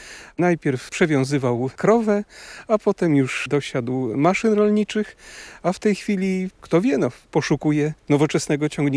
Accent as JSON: {"language": "Polish", "town": "Łapicze", "region": "Podlaskie Voivodeship", "country": "Poland", "tie": "born there", "said": "Tu się urodziłem, ale pracuję w Białymstoku, natomiast jest tutaj dom rodzinny, jest gospodarstwo, jest mama"}